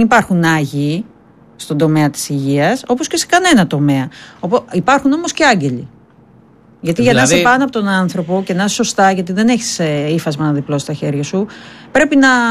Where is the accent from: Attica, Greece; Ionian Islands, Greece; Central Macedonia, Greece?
Ionian Islands, Greece; Corfu; moved away; Όχι, δεν είμαι από την Πάτρα. Εργάζομαι στην Πάτρα, δεν είμαι πατρινή. Έχω καταγωγή από Κέρκυρα.